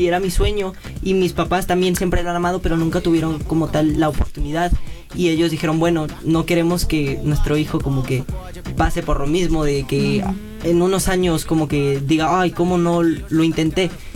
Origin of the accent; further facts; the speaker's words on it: Veracruz, Mexico; moved away as an adult; now in Mexico City, Mexico; yo soy del puerto de Veracruz. Uh-huh. Y me fui a vivir a la Ciudad de México hace 7 años.